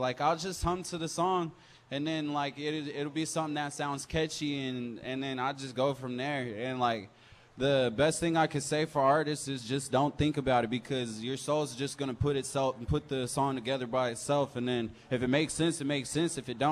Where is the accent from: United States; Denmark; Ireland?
United States; Brownwood, Texas; also born or lived in Fort Worth / Midland; I was born in Fort Worth, but I grew up in a town called Brownwood. It's a shout out 325. But I came over here from West Texas, from Midland, Odessa.